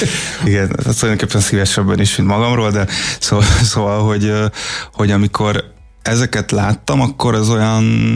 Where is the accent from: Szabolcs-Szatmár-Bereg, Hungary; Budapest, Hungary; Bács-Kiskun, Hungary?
Budapest, Hungary; Gazdagréten születtem, de főleg Budán nőttem fel.